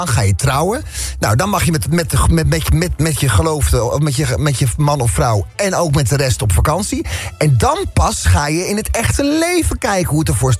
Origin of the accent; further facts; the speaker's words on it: Netherlands; Wij zijn Nederlanders, wij zijn nuchter, wij zijn direct.